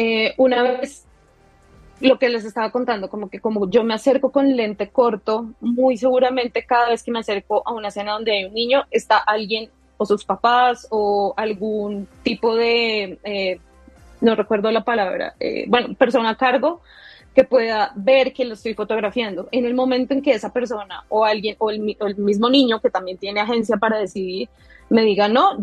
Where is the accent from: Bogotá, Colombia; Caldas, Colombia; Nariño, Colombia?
Bogotá, Colombia; yo, por lo menos yo soy de Bogotá